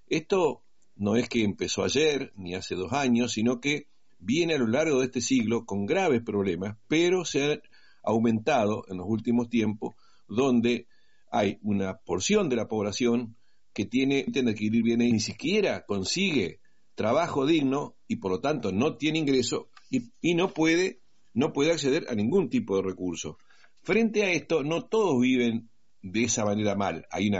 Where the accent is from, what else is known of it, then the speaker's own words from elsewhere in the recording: Argentina; somos los propios argentinos